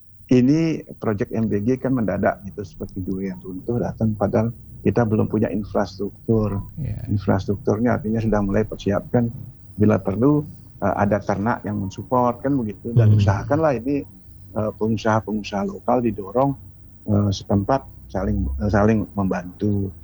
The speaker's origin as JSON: {"language": "Indonesian", "area": "Bangli", "region": "Bali", "country": "Indonesia", "tie": "born or raised there", "moved": "yes", "said": "kampung saya di Bangi"}